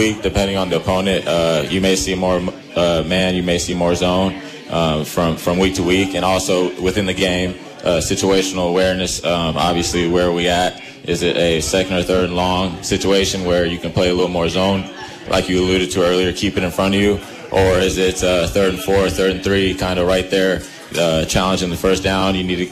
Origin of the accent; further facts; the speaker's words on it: San Jose, California, United States; moved away; I am from California as well, San Jose.